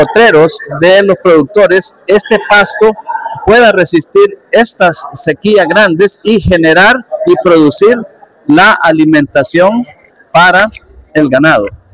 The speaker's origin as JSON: {"language": "Spanish", "region": "Copán", "country": "Honduras", "lives_now": "Costa Rica", "said": "soy el director general del CATIE, con sede en Turrialba, Costa Rica, pero soy nacido en Copán, soy copaneco."}